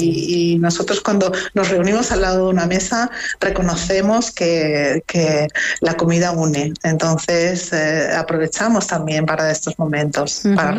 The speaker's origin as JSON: {"language": "Spanish", "area": "Mallorca", "region": "Balearic Islands", "country": "Spain", "tie": "born there", "said": "yo soy española, sí. ¿No? Yo he nacido en Mallorca"}